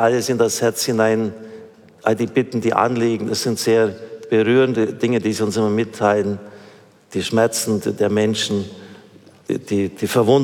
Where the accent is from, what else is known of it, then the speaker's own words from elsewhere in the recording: Fischach, Bavaria, Germany; Und am kommenden Sonntag feiere ich mit meiner Heimatgemeinde in Fischach-Wilmershofen mein 40. Priesterjubiläum, die 40-jährige Primiz.